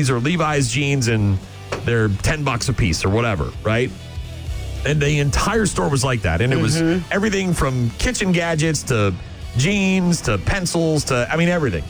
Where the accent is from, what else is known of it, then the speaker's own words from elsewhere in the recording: New England, United States; where I grew up in New England. It was called Building 19, and it was sort of like the dollar store, but with... regular brands.